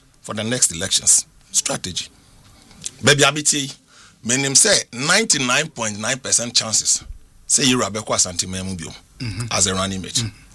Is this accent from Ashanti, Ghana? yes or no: no; Greater Accra, Ghana; I'm a Dadangwe from Greater Accra.